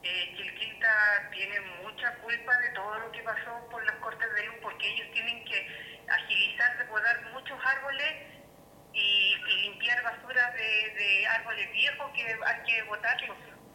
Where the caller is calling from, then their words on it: Tiltil, Santiago Metropolitan Region, Chile; Soy de Tiltil.